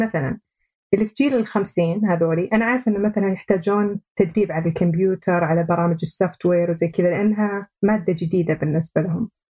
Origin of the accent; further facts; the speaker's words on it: Saudi Arabia; لنا إحنا كسعوديين،